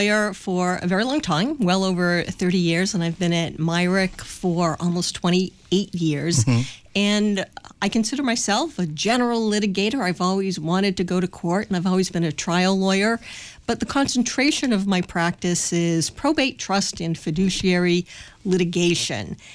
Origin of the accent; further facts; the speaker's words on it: Framingham, Massachusetts, United States; born or raised there